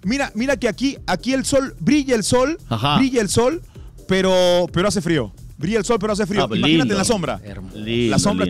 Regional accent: Peru; now in Montevideo, Uruguay; Amigo, venga, soy de Perú.

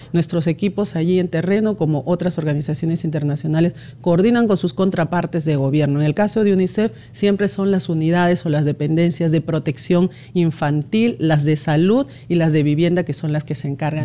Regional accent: Peru; De hecho, nosotros como peruanos tampoco tenemos un consultado por las relaciones diplomáticas cortadas

